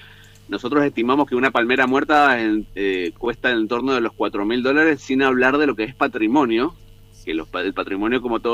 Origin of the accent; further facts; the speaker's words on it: Mendoza, Argentina; Yo soy mendocino, soy de Mendoza